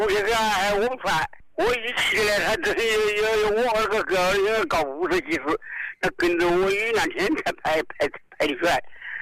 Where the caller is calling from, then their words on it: Hanchuan, Hubei, China; 我是汉城马口镇那个八寨村的